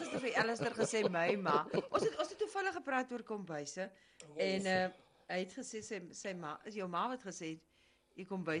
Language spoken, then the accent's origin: Afrikaans; Swakopmund, Erongo, Namibia; ons het in Swakop groot geword, my pa het op Rossing myn gewerk